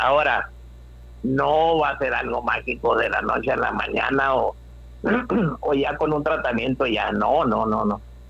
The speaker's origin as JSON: {"language": "Spanish", "region": "Galicia", "country": "Spain", "said": "Yo nunca, también soy de Galicia, así que."}